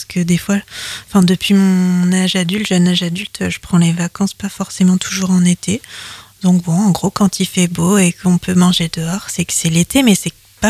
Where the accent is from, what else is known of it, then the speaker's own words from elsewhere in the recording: Occitanie, France; j'ai grandi dans le Gard, mais ma grand-mère était à Noirmoutier